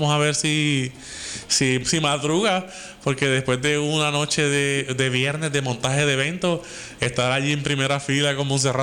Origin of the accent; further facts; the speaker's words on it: Lajas, Puerto Rico; Mi pueblo de Laja